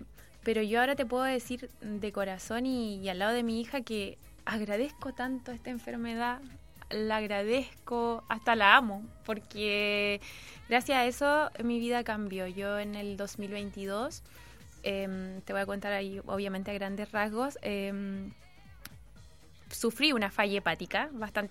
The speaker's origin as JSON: {"language": "Spanish", "town": "San Antonio", "region": "Valparaíso", "country": "Chile", "said": "yo soy de San Antonio"}